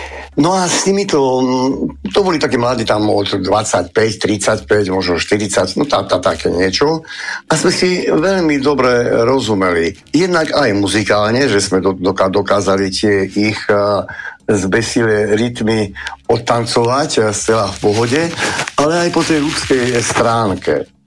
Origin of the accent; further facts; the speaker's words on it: France; moved away; sme komunikovali po francúzsky, ja som vyrastal vo Francúzsku